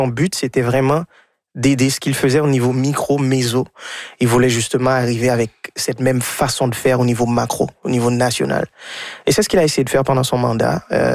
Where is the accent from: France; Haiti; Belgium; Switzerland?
Haiti; moved away as an adult; now in Canada; Moi, je suis né et élevé en Haïti, donc j'ai laissé autour de 19 ans. Ma mère habitait déjà le Québec.